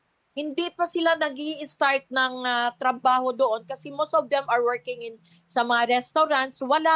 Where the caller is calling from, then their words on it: Lebanon; magandang umaga po dito sa amin sa Lebanon